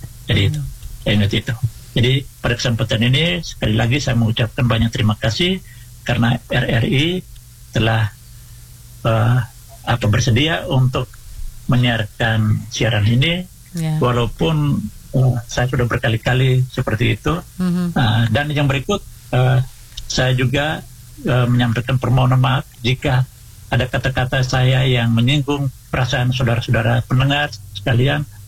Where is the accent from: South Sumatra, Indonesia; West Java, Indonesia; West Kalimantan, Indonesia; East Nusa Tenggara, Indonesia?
East Nusa Tenggara, Indonesia; Ende; saya sebagai orang Ende